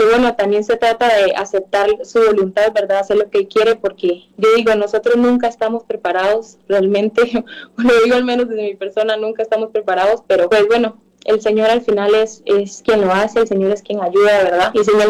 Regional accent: Costa Rica; tengo 22 años, soy de Costa Rica

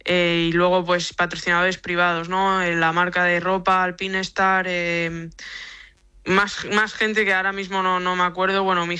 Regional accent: Lloret de Mar, Catalonia, Spain; also born or lived in Blanes; Sí, nací en Blanes, pero bueno, de siempre he estado en Lloret y bueno, o sea, es mi pueblo, Lloret de Mar.

